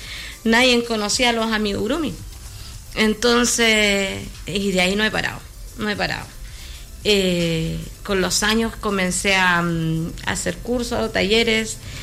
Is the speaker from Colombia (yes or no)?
no; Santiago, Santiago Metropolitan Region, Chile; moved away as an adult; now in Teno, Chile; Puedo decir que soy oriunda de Santiago, pero tenina de corazón toda la vida en el fondo, porque mi vida partió desde pequeña viajando a Teno de todas mis vacaciones de niña, así que conozco Teno de toda la vida.